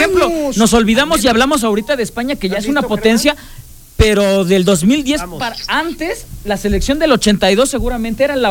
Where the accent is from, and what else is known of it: Mexico